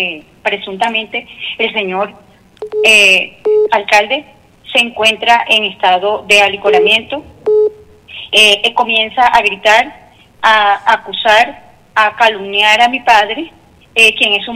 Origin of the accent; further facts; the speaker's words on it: El Molino, La Guajira, Colombia; mi querido Molín, a la paz, a la unidad, a la fraternidad, con esa que yo me crié, con ese cariño, con esa empatía, con ese amor, con esa unidad que en el Molino antes existía.